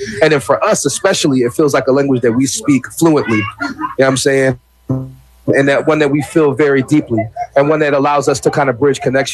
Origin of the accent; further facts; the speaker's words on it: Philadelphia, Pennsylvania, United States; because I'm an artist from Philly